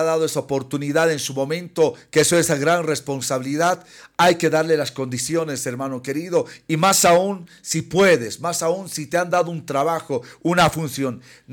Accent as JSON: {"language": "Spanish", "country": "Bolivia", "said": "Cuando todos somos bolivianos"}